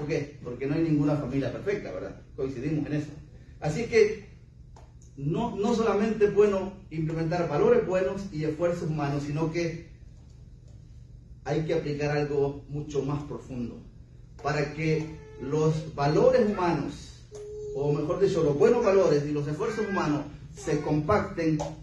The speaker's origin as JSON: {"language": "Spanish", "country": "El Salvador", "moved": "as an adult", "lives_now": "United States", "said": "Estela, cuando yo me vine de El Salvador, quedó embarazada de nuestro hijo Anton, que está en El Salvador."}